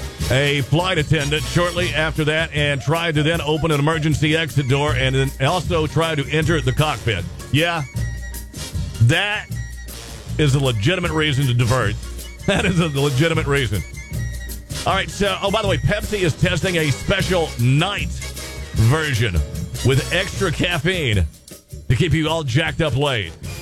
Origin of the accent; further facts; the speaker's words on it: Kentucky, United States; And don't get me wrong, I'm from Kentucky. I'm a total hillbilly.